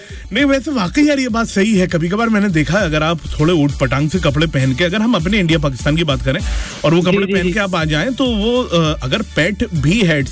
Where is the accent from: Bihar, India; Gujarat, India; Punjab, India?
Punjab, India; हमारे यहाँ सदरी ज्यादा पहनी जाती है, हमारे यहाँ पंजाब में कोट ज्यादा पहनते हैं.